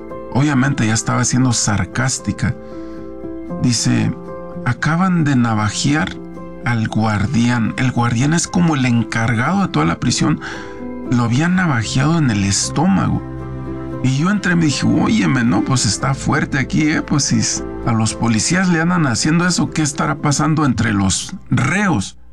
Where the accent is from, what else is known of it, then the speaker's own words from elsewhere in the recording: Mexico; moved away; estamos los mexicanos